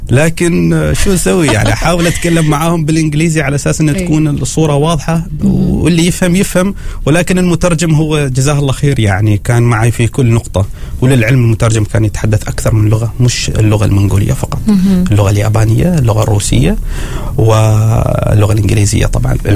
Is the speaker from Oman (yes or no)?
yes; Oman; moved away as an adult